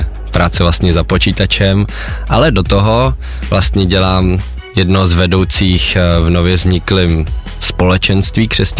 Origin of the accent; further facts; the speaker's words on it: Prague, Czechia; Tak som, řekl bych, úplne obyčejný kluk z Prahy, což je asi slyšet, že jsem z Česka.